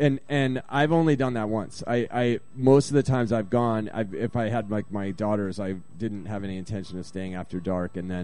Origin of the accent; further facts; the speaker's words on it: East Coast, United States; now in Portland, United States; It was like I was from the East Coast. And we were spending the summer out in the Pacific Northwest